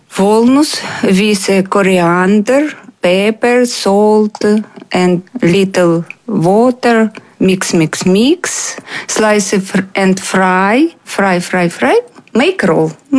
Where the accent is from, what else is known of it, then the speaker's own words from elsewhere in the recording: Mariupol, Donetsk Oblast, Ukraine; English is a second language; moved away as an adult; now in Ireland; I'm from Ukraine, city Mariupol. I come Ireland 3 years ago.